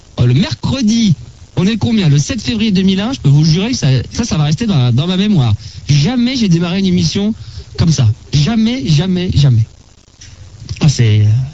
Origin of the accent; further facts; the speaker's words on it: Brest, Brittany, France; Je suis de Brest.